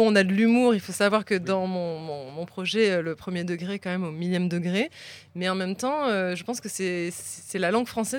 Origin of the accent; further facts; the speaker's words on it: South, France; je suis du Sud. Je viens du Sud, ouais.